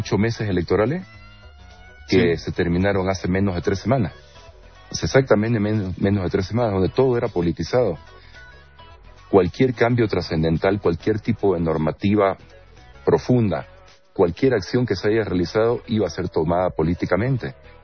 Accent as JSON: {"language": "Spanish", "country": "Bolivia"}